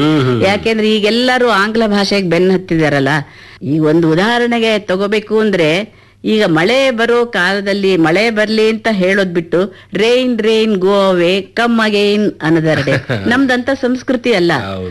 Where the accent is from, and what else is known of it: Hampi, Karnataka, India; born or raised there